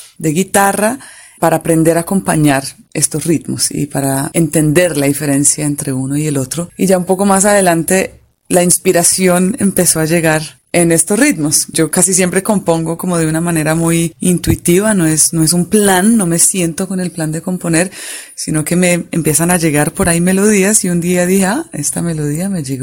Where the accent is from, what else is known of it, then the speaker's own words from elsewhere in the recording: Tolima, Colombia; born there; cuando era niña y vivía en el Tolima, en una finca con mi familia